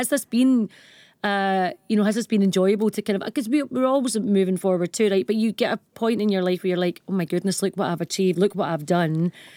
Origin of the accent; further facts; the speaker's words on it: Glasgow, Scotland, United Kingdom; growing up in Glasgow and, you know, learning the violin and looking at trad music